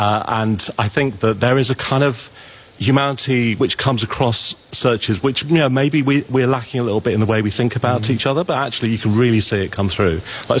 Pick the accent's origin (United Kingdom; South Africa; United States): United Kingdom; England; I grew up in England, did not grow up with proms